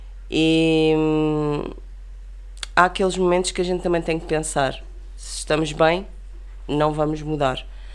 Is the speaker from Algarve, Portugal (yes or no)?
no; Lisbon, Portugal; Eu sou do bairro de Alcântara